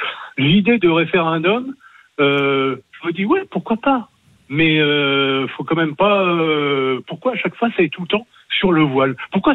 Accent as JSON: {"language": "French", "country": "Algeria", "said": "Je suis binational, je suis français et algérien et je milite au Rassemblement pour la culture et la démocratie"}